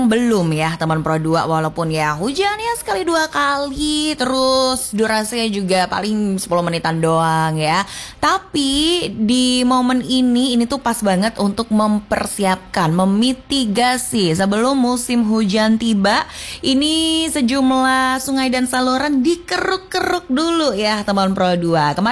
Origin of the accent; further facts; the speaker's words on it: Semarang, Central Java, Indonesia; kita sebagai warga Kota Semarang